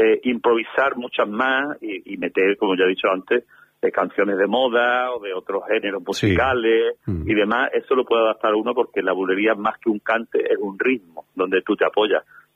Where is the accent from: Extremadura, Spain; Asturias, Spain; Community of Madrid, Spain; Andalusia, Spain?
Andalusia, Spain; Málaga; born there; con relaciones que han tenido con Málaga, mi ciudad natal, y Linares.